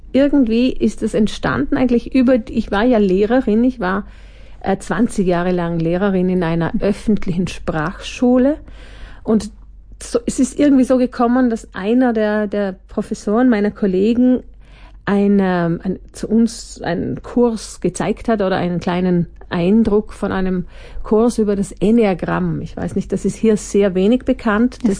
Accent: Feldkirch, Vorarlberg, Austria; moved away as an adult; also born or lived in Innsbruck; now in Spain; Und ich komme ursprünglich aus Feldkirch, bin dort aufgewachsen und dann aber habe ich in Innsbruck Politikwissenschaften studiert und bin nach dem Studium eigentlich gleich mal, lass mich überlegen, 1995

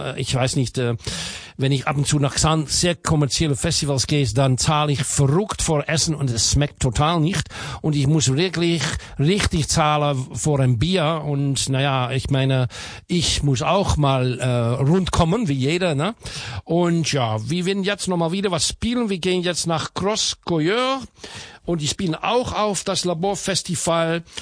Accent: Switzerland; Und ich komme aus Neustelfort, Switzerland, das Kanton da.

